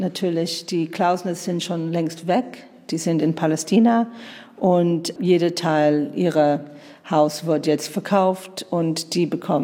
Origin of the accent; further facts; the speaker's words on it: United Kingdom; German is a second language; Ich komme aus Großbritannien, da ist dieses Konzept ein Hausmuseum sehr, sehr bekannt.